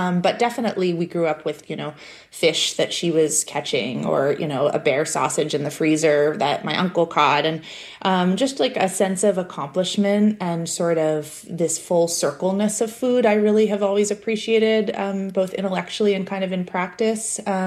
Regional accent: Portland, United States; I grew up in Portland, but I hadn't grown up mushroom foraging.

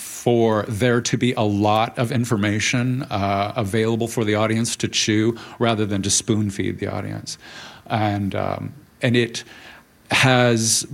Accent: California, United States; just came back yesterday from California, Southern California, where I grew up, and I was there at my hometown attending the opening of a time capsule

